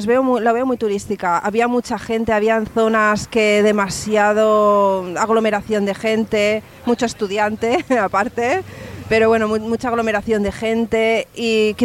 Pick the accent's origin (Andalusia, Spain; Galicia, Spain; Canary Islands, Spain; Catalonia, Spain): Catalonia, Spain; Bueno, somos catalanes, ¿no?